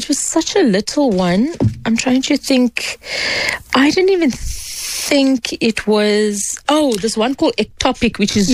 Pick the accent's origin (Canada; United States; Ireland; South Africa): South Africa; The common theme just maybe being a woman, a Muslim woman, Muslim Indian woman growing up in South Africa, yes.